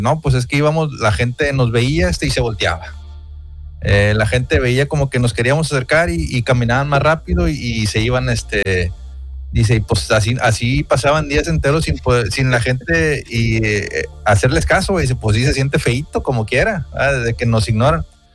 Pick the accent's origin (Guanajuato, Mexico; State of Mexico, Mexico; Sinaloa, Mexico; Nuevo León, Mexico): Nuevo León, Mexico; Monterrey; Entonces, esto sucedió aquí en México, en el sur de Chiapas. Yo soy de Monterrey, mi amigo es de aquí de Monterrey, a él le tocó ir a Chiapas